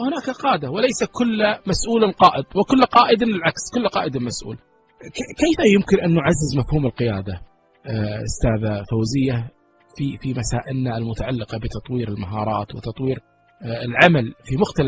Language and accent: Arabic; Kuwait; شاهدت الكويت وشاهدت بلدي الكويت